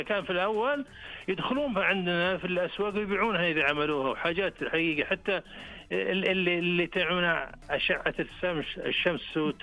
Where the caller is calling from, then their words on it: Saudi Arabia; مناطق بلادنا منتشرة وشاسعة وفيها الشيء الكثير من الصناعات، وما زالت الان نفتخر بها ان كسعوديين